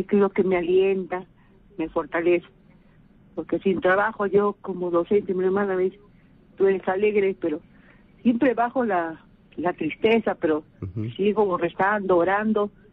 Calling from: Ayacucho, Peru; De Ayacucho

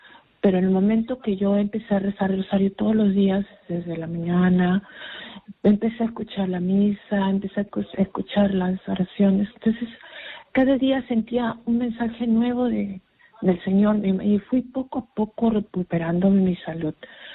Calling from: Lima, Peru; Hablo de San Juan de Miraflores.

